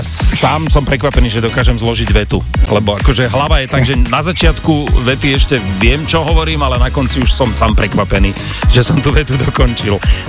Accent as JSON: {"language": "Slovak", "region": "southern Slovakia", "country": "Slovakia", "said": "Ja som síce z Dolniakov"}